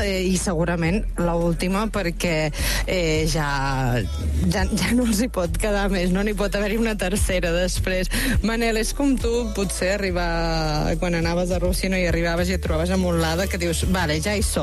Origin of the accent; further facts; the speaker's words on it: Salrà, Catalonia, Spain; casa és el meu poble, és a Salrà, eh? Però també és veritat que tinc una altra casa, que és a Ouagadougou, i que també m'estimo molt, però sí, no, casa és aquí, casa és aquí.